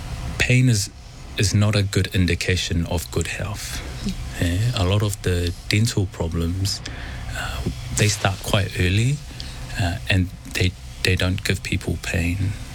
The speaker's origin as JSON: {"language": "English", "town": "Onehunga", "region": "Auckland", "country": "New Zealand", "tie": "born or raised there", "said": "Even though I grew up in Onehunga, a large portion of my family in South Auckland. Onehunga and Mangere Bridge are basically one of two of the same places."}